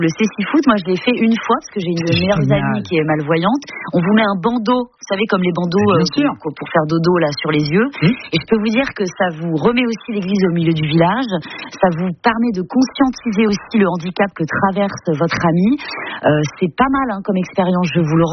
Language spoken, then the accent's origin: French; Brittany, France; Froid, comme chez moi en Bretagne, une combi, et puis c'est parti.